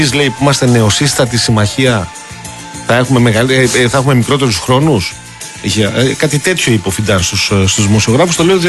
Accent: Greece

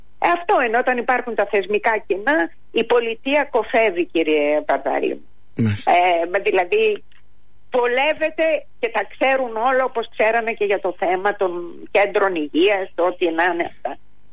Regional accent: Greece; Ως Έλληνες, όχι ότι εγώ δεν είμαι Ελληνίδα, έχουμε το κακό να μην σκεφτόμαστε τον άλλον.

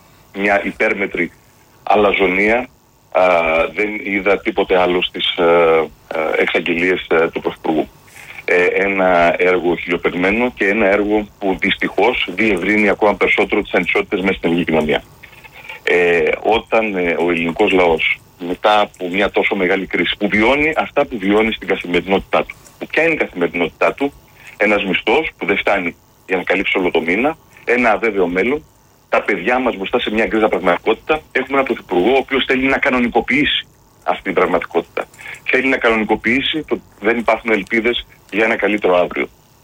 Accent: Piraeus, Attica, Greece; εγώ ως Πειραιώτης είμαι του ρεμπέτικου

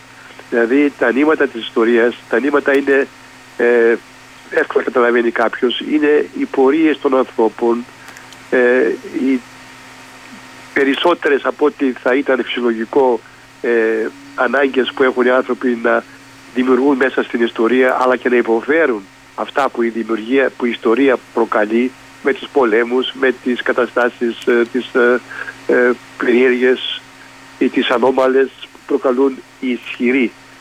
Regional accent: Kavala, Eastern Macedonia and Thrace, Greece; born there; now in Alexandroupoli, Greece; χαιρετώ την πατρίδα μου, την Καβάλα.

